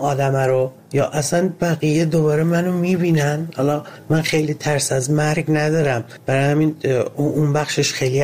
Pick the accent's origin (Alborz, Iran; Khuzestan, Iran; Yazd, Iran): Khuzestan, Iran; Ahvaz; من کودکیمو توی جنگ گذروندم، اهواز، و در تمام طول 8 سال جنگ من با این سیر افزایشی بمباران‌ها بزرگ می شدم.